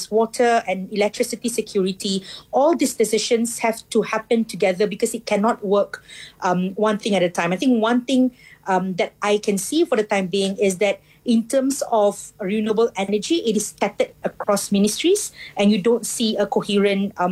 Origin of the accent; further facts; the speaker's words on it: Johor, Malaysia; I come from Johor